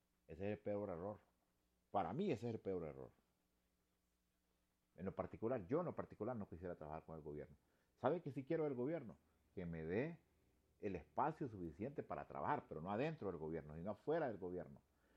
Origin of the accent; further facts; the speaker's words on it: Honduras; nosotros debemos de exigir como pueblo hondureño que sean transparentes